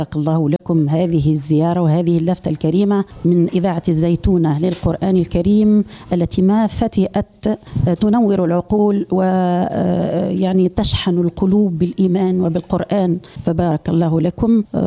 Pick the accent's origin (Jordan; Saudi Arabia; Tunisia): Tunisia; Mograne, Zaghouan Governorate; born or raised there